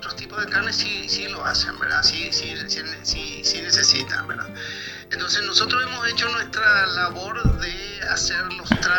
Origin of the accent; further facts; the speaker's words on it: Paraguay; moved away as an adult; now in Turkey; soy de Paraguay